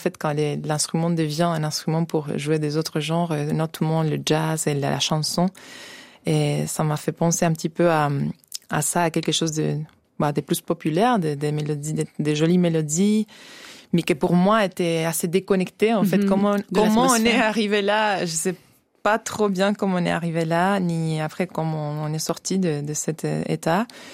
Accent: Argentina; moved away; chez moi en Argentine

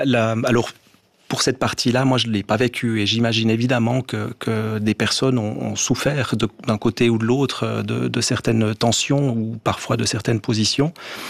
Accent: Jura, Switzerland; on est jurassien, on a la même culture, on a le même territoire, la même langue.

